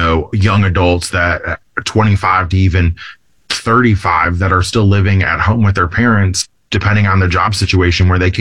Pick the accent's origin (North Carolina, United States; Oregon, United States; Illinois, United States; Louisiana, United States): Illinois, United States; Chicago; I grew up in Chicago. And so I, we didn't live in Tennessee growing up